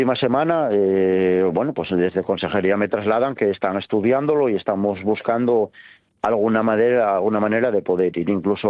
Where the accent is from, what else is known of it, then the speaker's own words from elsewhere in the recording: Mieres, Asturias, Spain; Los legítimos dueños somos el Ayuntamiento de Mieres y los mierenses.